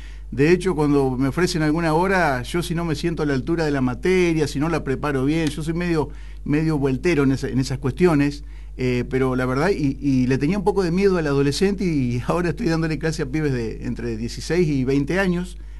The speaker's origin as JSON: {"language": "Spanish", "town": "General Villegas", "region": "Buenos Aires Province", "country": "Argentina", "said": "mi lugar en el mundo, que es mi pueblo, General Villegas."}